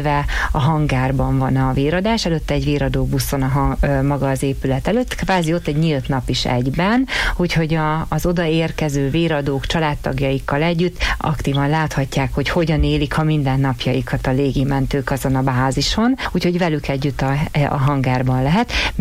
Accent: Miskolc, Borsod-Abaúj-Zemplén, Hungary; és én is miskolciként Szeretném, ha ez éven a miskolci véradási helyszínen jelenne meg a legtöbb véradó.

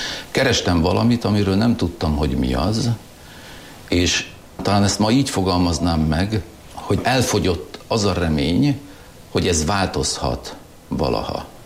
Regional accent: Western Hungary, Hungary; first language German; Hungarian is a second language; Én eredetileg német nemzetiségű vagyok. Hient.

